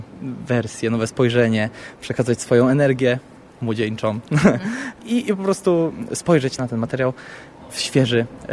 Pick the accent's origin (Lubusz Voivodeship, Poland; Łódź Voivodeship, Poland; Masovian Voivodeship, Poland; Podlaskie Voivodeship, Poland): Łódź Voivodeship, Poland; Łódź; Ja mieszkam w Łodzi, jestem absolwentem Akademii Muzycznej w Łodzi na kierunku musical.